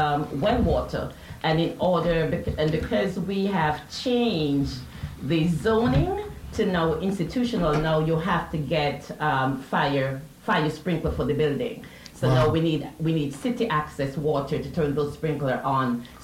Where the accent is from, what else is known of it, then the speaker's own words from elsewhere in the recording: Jamaica; And I remember growing up in Jamaica where they tell you it takes a village.